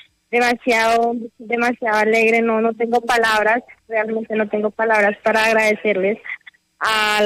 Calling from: Puerto Rico, Putumayo, Colombia; nosotros venimos de Puerto Rico, Tumayo.

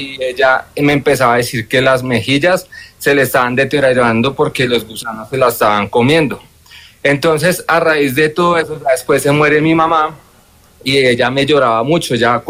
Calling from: Soacha, Cundinamarca, Colombia; Soacha, Cundinamarca.

